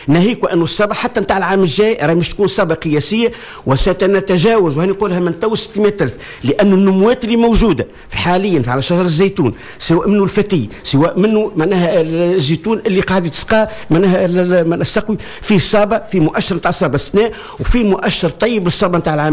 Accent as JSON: {"language": "Arabic", "country": "Tunisia", "said": "عندنا في تونس"}